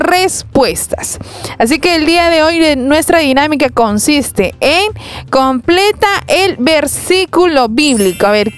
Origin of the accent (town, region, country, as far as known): Peru